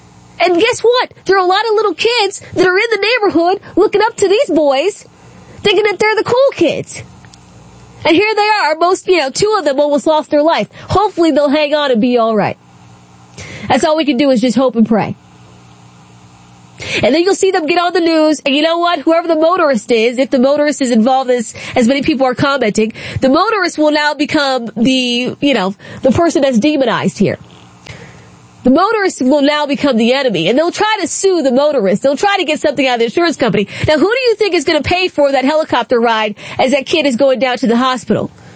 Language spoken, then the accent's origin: English; Maryland, United States; I grew up in Southern Maryland. That's where they went all the time, to Buzz Creek, to race their dirt bikes.